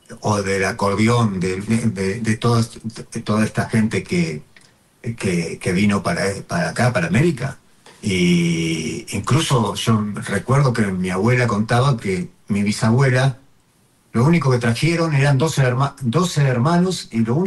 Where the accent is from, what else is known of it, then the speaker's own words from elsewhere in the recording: Luján, Buenos Aires Province, Argentina; si bien yo no estoy en la propia capital, estoy en Luján, Buenos Aires, bueno, para todo el resto del país. De Argentina, en cualquier provincia que voy, siendo de Buenos Aires, siempre nos dicen porteño y no somos porteños, pero bueno, para ellos somos porteños